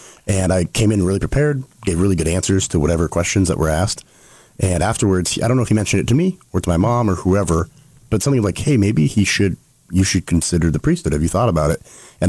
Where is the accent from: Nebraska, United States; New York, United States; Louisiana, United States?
Nebraska, United States; Omaha; also born or lived in Lincoln, Nebraska / South Dakota; Yeah, so I'm from Omaha, kind of West Omaha. St. Wenceslas is my home parish. So I grew up there